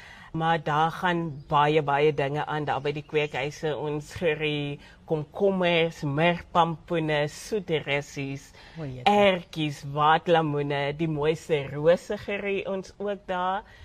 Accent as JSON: {"language": "Afrikaans", "town": "Stellenbosch", "region": "Western Cape", "country": "South Africa", "tie": "born or raised there", "said": "ek het groot geword in Stellenbosch area en dis boerdery om ons."}